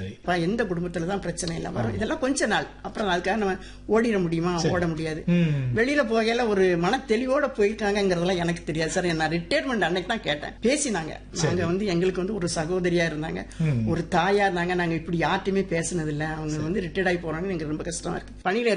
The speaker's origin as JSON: {"language": "Tamil", "town": "Elathur", "region": "Tamil Nadu", "country": "India", "tie": "born or raised there", "said": "எலத்தூர் கிராமத்துல பிறந்தேன். படிச்சது எல்லாமே அங்கதான். கல்லூரி வந்து பக்கத்துல குற்றாலம், அதுல APUC மட்டும்தான்."}